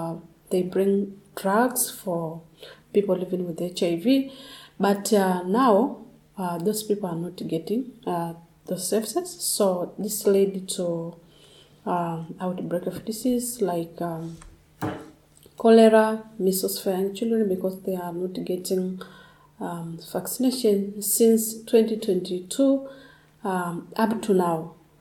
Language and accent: English; Tanzania; from Tanzania, northern part.